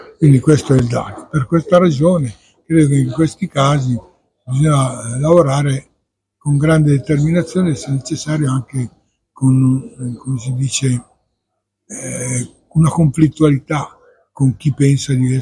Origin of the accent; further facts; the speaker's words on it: Lecco, Lombardy, Italy; io vengo da Lecco